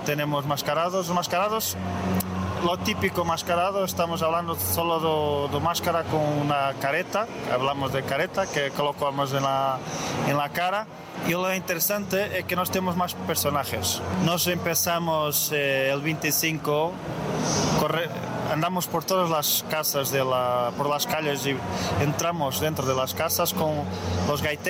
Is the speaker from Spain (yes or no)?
no; Norte, Portugal; Dedícate a Santo Esteban, que es un santo de mi pueblo